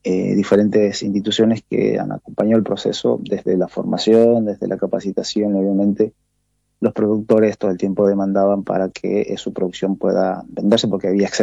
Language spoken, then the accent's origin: Spanish; Colanzulí, Salta, Argentina; Nosotros somos de Colanzulí, que está ubicado en el departamento de Iruya, en la provincia de Salta. Está bien al norte de la provincia de Salta